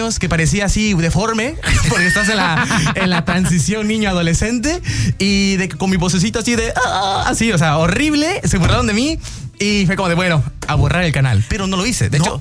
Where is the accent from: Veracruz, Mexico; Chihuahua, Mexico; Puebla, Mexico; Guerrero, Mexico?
Veracruz, Mexico; yo encantado de estar aquí en Veracruz, en mi tierra